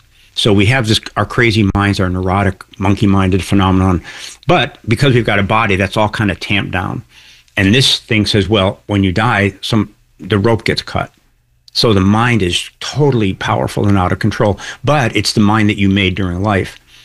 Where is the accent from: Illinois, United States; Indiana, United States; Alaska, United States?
Illinois, United States; Chicago; I grew up in Chicago